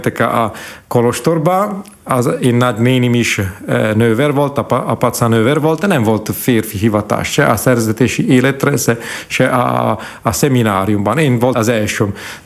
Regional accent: Italy; Hungarian is a second language; moved away as an adult; now in Slovakia; a szülőfalumban, annak ellenére, hogy nagyon katolikus falu, talán a legkatolikusabb olasz régióban áll a falum

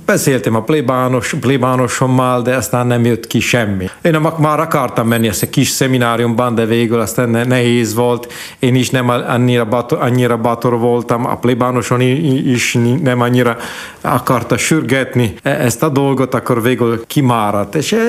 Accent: Italy; Hungarian is a second language; moved away as an adult; now in Slovakia; a szülőfalumban, annak ellenére, hogy nagyon katolikus falu, talán a legkatolikusabb olasz régióban áll a falum

